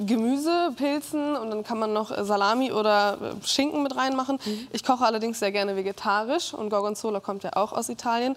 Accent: Northern Germany, Germany; Ich komme ja aus dem Norden und oben bei uns gibt es ja den Grünkohl.

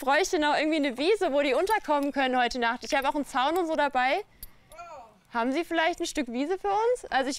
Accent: Karlsruhe, Baden-Württemberg, Germany; Aus Karlsruhe.

